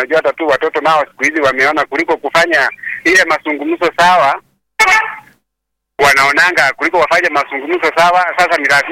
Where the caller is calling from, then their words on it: Kisii County, Kenya; Lakini kwetu ni Kisii County